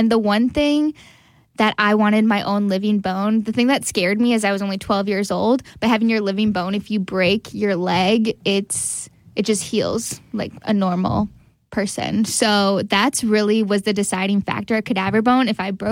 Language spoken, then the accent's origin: English; Brookfield, Wisconsin, United States; growing up in Brookfield, sports were my life.